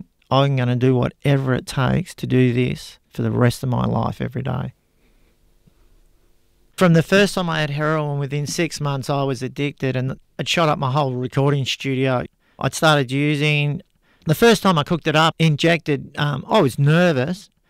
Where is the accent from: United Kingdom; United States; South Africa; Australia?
Australia; Frankston, Victoria; And because I was in the music scene and I grew up in Frankston, it introduced me to a whole nother level of drug use.